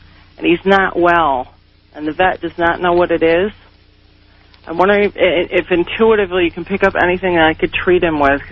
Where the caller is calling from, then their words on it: Las Vegas, Nevada, United States; in Las Vegas.